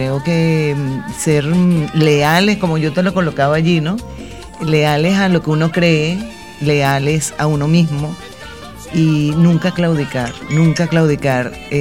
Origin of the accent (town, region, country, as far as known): Venezuela